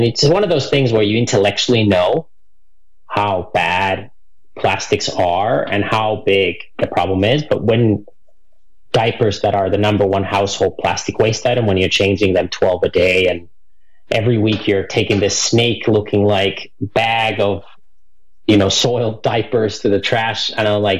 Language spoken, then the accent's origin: English; Finland; So I grew up in Finland on a 13-generation family farm, and there I learned about human health from my mom